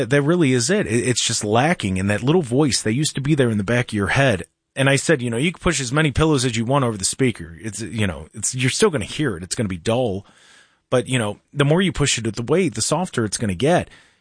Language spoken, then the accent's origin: English; Lodi, Ohio, United States; Maybe because I grew up in Lodi and like Southern Medina County, maybe it was like an old fashioned upbringing.